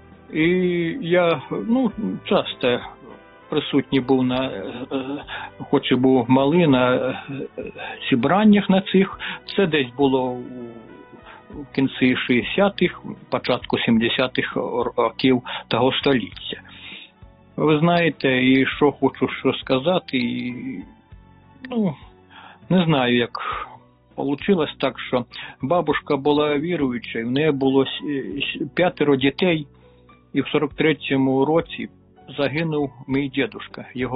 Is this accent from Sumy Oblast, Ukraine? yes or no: yes; Ivot, Sumy Oblast, Ukraine; Народився я в Сумській області, Шостинський район, село Івот є таке.